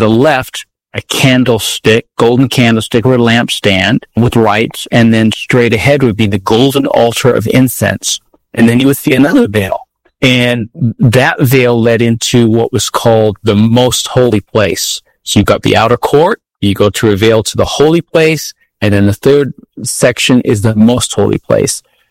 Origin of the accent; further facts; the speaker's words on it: London, United Kingdom; also born or lived in United States; I was actually raised in the Catholic Church. My mom was Roman Catholic Irish, and I was raised in London, England, born in the States.